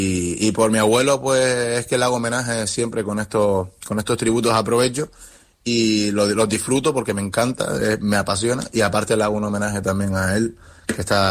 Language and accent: Spanish; Telde, Canary Islands, Spain; yo soy de La Garita